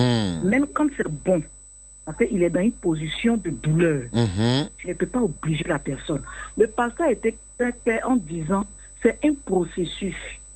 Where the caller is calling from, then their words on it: Abidjan, Côte d’Ivoire; je vous appelle de Marcory.